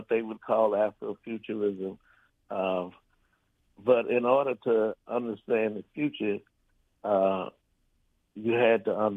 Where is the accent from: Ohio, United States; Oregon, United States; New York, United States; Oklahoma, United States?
Ohio, United States; Cincinnati; also born or lived in Montgomery, Alabama; now in Washington, D.C., United States; I'm old enough, and I was born in Alabama, but I grew up in Cincinnati.